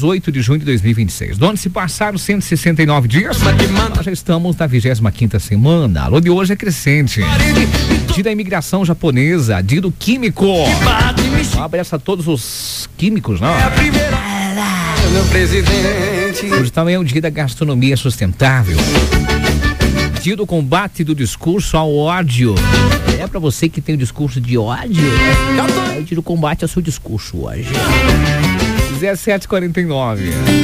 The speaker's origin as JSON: {"language": "Portuguese", "town": "Rebouças", "region": "Paraná", "country": "Brazil", "said": "Pessoal na cidade de Rebouças, a minha terra querida."}